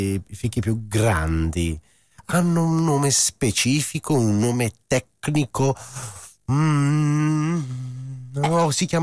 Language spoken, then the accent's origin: Italian; Putignano, Apulia, Italy; dalle nostre parti, anzi, precisamente putignano